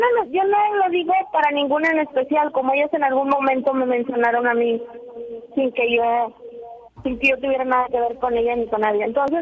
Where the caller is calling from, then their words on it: Monterrey, Nuevo León, Mexico; las que somos de Monterrey, las que no somos de aquí.